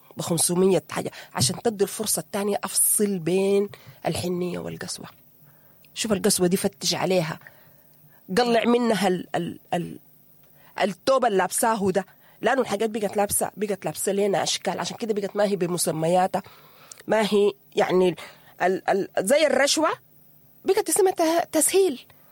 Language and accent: Arabic; Sudan; ونحن شعب سوداني شغالين بعواطفنا